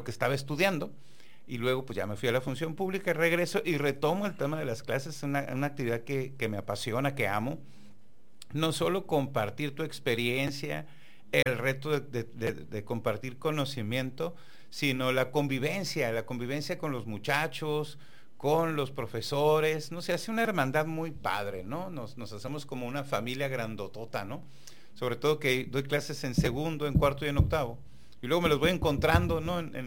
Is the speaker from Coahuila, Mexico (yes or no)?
no; Tijuana, Baja California, Mexico; Bueno, pues soy un tijuanense, orgullosamente tijuanense, nacido aquí en la ciudad, aquí he vivido toda mi vida, salvo los tiempos que por la función que he desempeñado me he tenido que trasladar por Mexicali, a la Ciudad de México, pero aquí he vivido toda mi vida, originario de la colonia Libertad